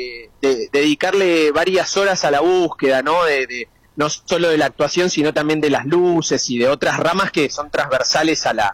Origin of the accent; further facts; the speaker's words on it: Ushuaia, Tierra del Fuego, Argentina; moved away as an adult; also born or lived in Buenos Aires; Yo soy de Ushuaia, ¿no? Soy nacido en Ushuaia y a los 18 años me fui a Buenos Aires.